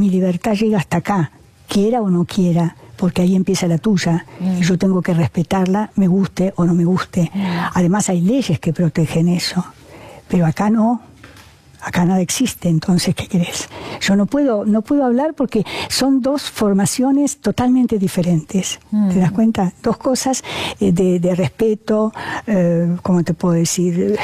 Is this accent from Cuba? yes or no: yes; Cuba; Yo soy cubano, soy abogado